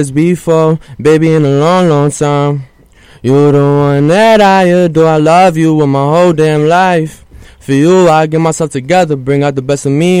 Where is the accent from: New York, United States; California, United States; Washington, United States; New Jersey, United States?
New York, United States; New York City; I'm from Harlem, from Eastside Harlem.